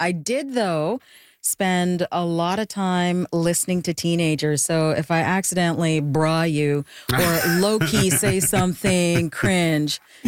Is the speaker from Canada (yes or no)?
no; Jamaica; where I grew up in Jamaica, it's very rural, and it has not changed.